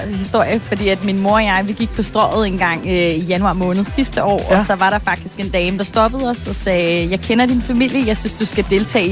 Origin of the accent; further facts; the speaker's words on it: Rødovre, Capital Region of Denmark, Denmark; Jeg er født og opvokset i Rødovre.